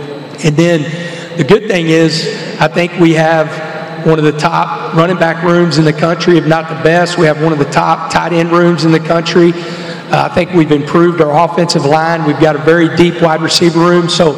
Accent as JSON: {"language": "English", "town": "Texarkana", "region": "Texas", "country": "United States", "tie": "born there", "said": "I'm a Texan. I was born in Texarkana, Texas, in Wadley Regional Medical Center in 1971."}